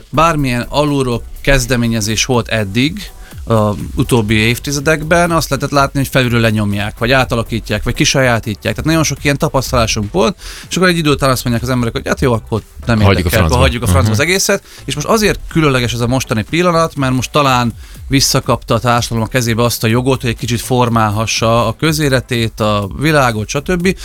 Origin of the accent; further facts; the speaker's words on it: Hungary; hogy azért magyarok vagyunk